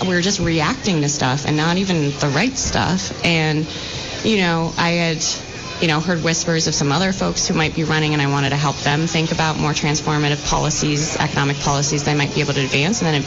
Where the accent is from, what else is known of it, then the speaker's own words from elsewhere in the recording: Vermont, United States; growing up in Vermont